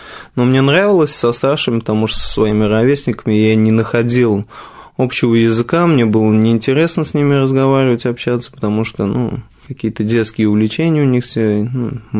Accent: Kazan, Tatarstan, Russia; я рос, вырос, родился в Казани, в простой татарской семье. У меня родители татары и бабушка татарка пыталась меня учить в мусульманскую веру, наставлять

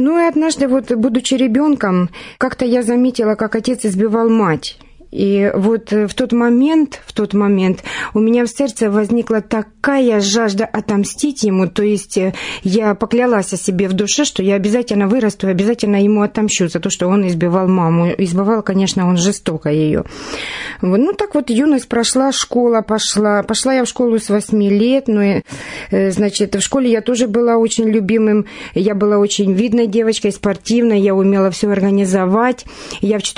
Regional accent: Mykolaiv Oblast, Ukraine; born or raised there; accent: soft Ukrainian speech

